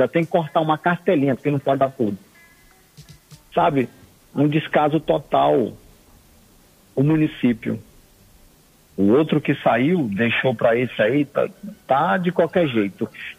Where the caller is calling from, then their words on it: Boa Vista, Roraima, Brazil; Tô falando aqui do Pintolândia.